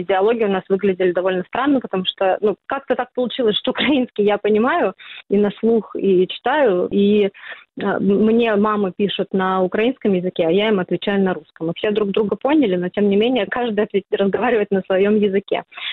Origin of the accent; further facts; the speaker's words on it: Russia; moved away as an adult; Я уехала из России по туристической визе еще в 2021 году.